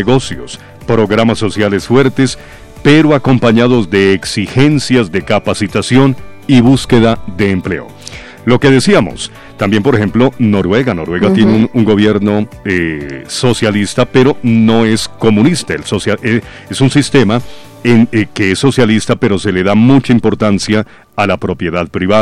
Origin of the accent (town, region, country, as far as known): Colombia